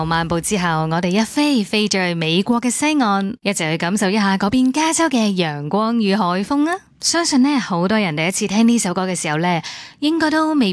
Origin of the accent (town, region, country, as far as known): Hong Kong